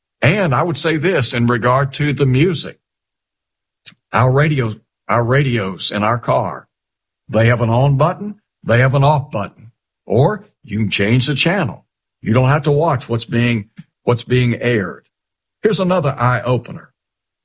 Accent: Chattanooga, Tennessee, United States; when I was just a young fella growing up in Chattanooga

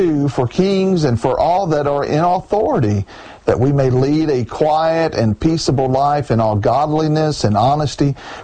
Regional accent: United States; I record this in the United States of America. I am an American, and I'm proud to be an American citizen.

